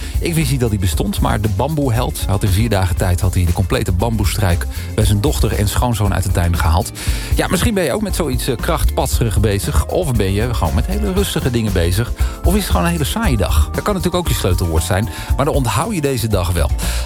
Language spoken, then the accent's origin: Dutch; Huizen, North Holland, Netherlands; Ja, ik kom oorspronkelijk uit Huizen, daar geboren.